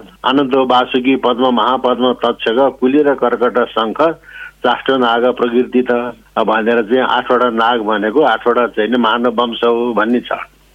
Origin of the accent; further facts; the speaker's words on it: Yangjakot, Gandaki Province, Nepal; मेरो गाउँ कास्की मादी गाउँपालिकाको वडा नम्बर 3 याङ्जोकोट हो